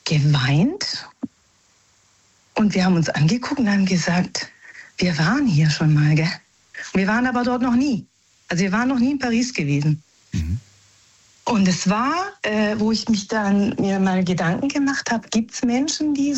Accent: Naples, Campania, Italy; Also wir sind Frankreich-Fan, aber wir sind eigentlich Italiener, also aus Neapel. Wir stammen aus Neapel.

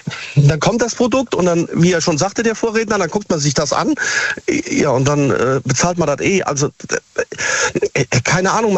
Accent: Siegen, North Rhine-Westphalia, Germany

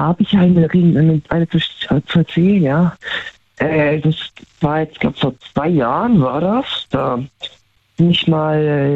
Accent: Thurgau, Switzerland; also born or lived in Solothurn; Thurgau und Thurgau, Solothurn, beides.

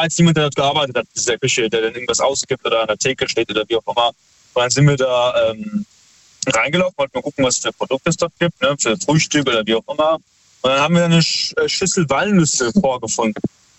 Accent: Heidelberg, Baden-Württemberg, Germany; Wir sind aus Heidelberg.

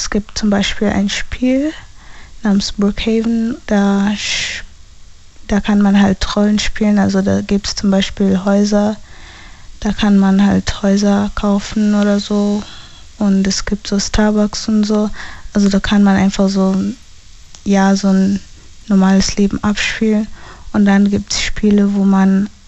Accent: Landau, Germany

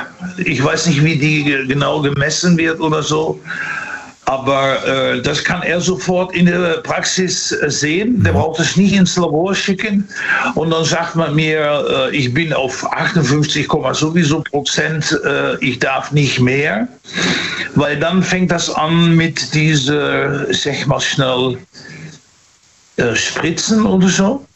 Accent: Netherlands; now in Dortmund, Germany; Hallo, aus Dortmund, muss man ja immer sagen, ne? Also ich bin Holländer.

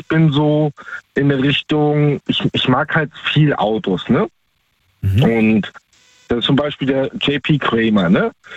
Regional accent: Baltic coast, Germany

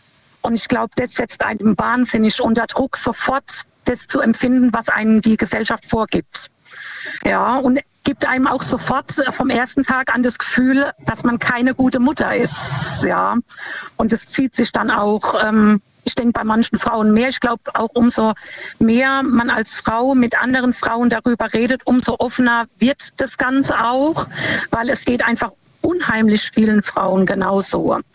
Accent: Lampertheim, Hesse, Germany; Ich komme aus Lampertheim.

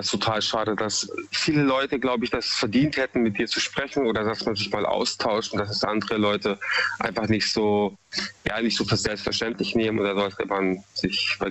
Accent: Munich, Bavaria, Germany; now in Freiburg, Germany; Also ich bin ursprünglich aus Bayern, ja, Münchner Kindl. Und bewusst bin ich damals eben nach Eichstätten, also nach Freiburg gezogen, um mich einfach so ein bisschen zu distanzieren.

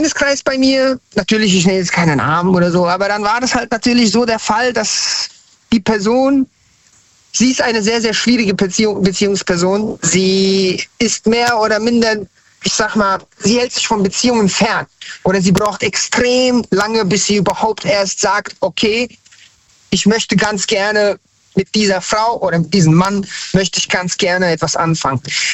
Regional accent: Hanau, Hesse, Germany; born or raised there

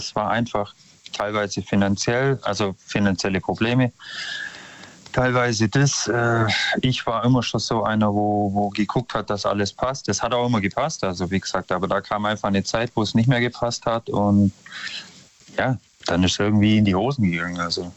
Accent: Ulm, Baden-Württemberg, Germany; Ich bin aus Ulm, Neum.

